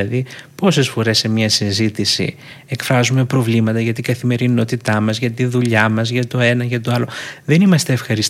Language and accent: Greek; Greece; Είμαστε Έλληνες 365 μέρες στον χρόνο